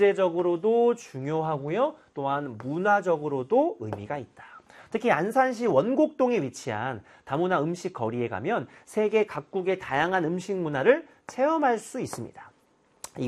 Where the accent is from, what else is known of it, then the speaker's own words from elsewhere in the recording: South Korea; 또 우리나라처럼 전통적으로 막 단일 민족, 또 이런 것들을 굉장히 또 강조했었던 그런 사회잖아요.